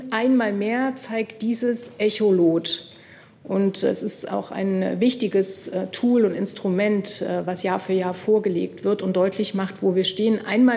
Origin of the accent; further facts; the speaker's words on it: Thuringia, Germany; Ich bin der festen Überzeugung, das sage ich auch als Thüringerin ganz bewusst, wo Kinder lernen, wie Demokratie funktioniert, da werden sie sie auch verteidigen.